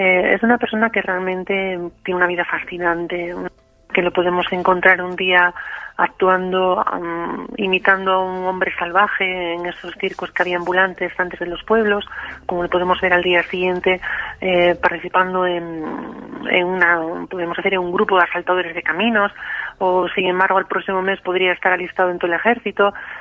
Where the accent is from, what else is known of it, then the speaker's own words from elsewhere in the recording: San Sebastián, Basque Country, Spain; Yo soy de San Sebastián, de Guipúzcoa, parece que el apellido es del norte